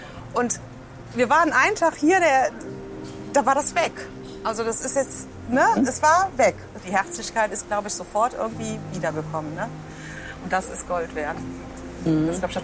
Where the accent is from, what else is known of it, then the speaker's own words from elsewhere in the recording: Rhineland, Germany; Und wir haben viel Karneval zusammen gefeiert. Wir kommen ja aus dem Rheinland.